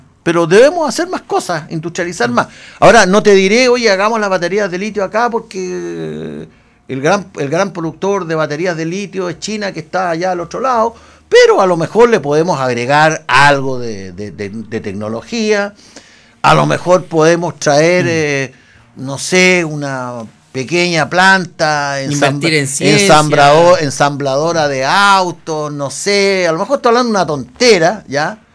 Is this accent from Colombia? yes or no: no; Chile; Pero somos pobres chilenos.